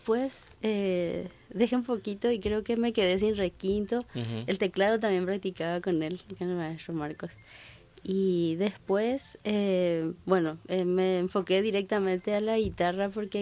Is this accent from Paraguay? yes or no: yes; Paraguay; also born or lived in Buenos Aires; y eso quería yo también, traer acá y sentir eso en mi país.